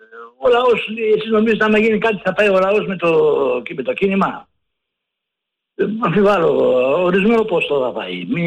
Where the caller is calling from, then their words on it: Athens, Attica, Greece; από Πατήσια.